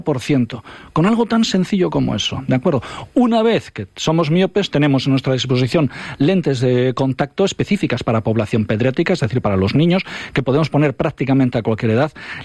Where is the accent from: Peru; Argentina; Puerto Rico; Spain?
Spain; Ponferrada, Castile and León; vengo del Bierzo, Ponferrada, 63.000 habitantes, el Bierzo 114.000